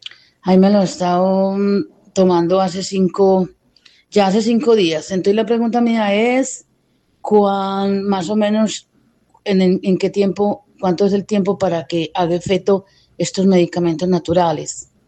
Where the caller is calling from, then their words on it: Villahermosa, Tabasco, Mexico; Muy buenos días. … aquí de Villahermosa.